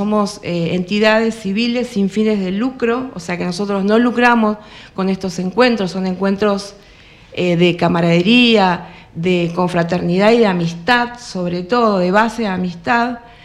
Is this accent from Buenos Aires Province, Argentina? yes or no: no; Chubut, Argentina; más siendo patagónica, chubutense